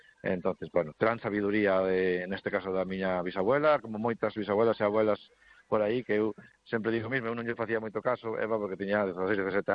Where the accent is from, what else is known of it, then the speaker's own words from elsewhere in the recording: Galicia, Spain; Esto era un clásico que, bueno, polo menos aquí na miña aldea fixemos cando éramos rapaces moitos anos, se fixo sí.